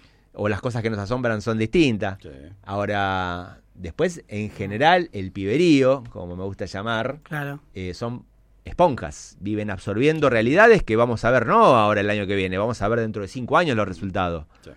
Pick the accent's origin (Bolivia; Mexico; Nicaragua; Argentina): Argentina; No somos los argentinos los sometidos a este nivel de desinformación.